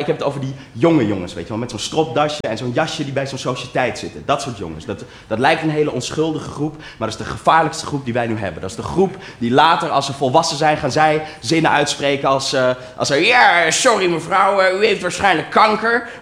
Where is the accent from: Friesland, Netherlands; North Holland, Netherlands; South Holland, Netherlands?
North Holland, Netherlands; Maar ik ben opgegroeid in het Gooi, snap je?